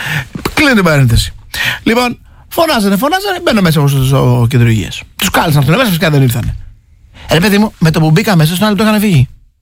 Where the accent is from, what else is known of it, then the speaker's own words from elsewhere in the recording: Kastoria, Western Macedonia, Greece; Εγώ είμαι πολύ χαρούμενος γιατί εγώ είμαι από την Καστοριά.